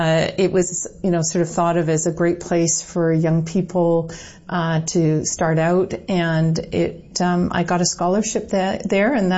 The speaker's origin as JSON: {"language": "English", "town": "Kamloops", "region": "British Columbia", "country": "Canada", "tie": "born or raised there", "said": "So I grew up in British Columbia, in Kamloops, and was the daughter of a gold miner, prospector."}